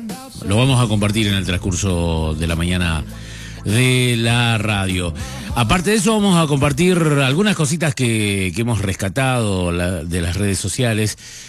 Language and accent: Spanish; Argentina